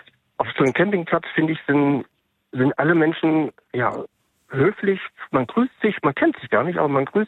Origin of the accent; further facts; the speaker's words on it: Sweden; now in Ennepetal, Germany; Ja, also ich bin in Schweden aufgewachsen, auf einer schönen Insel.